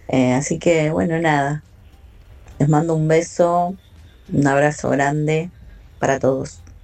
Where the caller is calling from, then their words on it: Buenos Aires, Argentina; del barrio Nueva Pompeya.